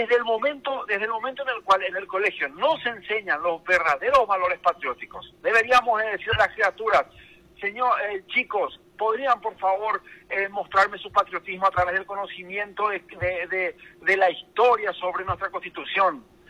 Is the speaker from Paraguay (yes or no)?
yes; Paraguay; El verdadero patriota, yo que me siento paraguayo de verdad, no quiero que esa frase se utilice en un campo de fútbol.